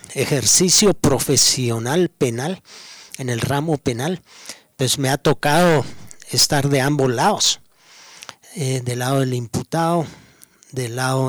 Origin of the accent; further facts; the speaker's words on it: Guatemala; y nosotros como chapines, pues desde el momento que no está nuestra propia selección nacional